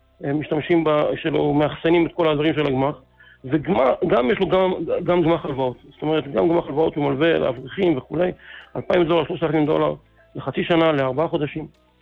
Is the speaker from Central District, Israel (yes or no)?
no; Jerusalem, Jerusalem District, Israel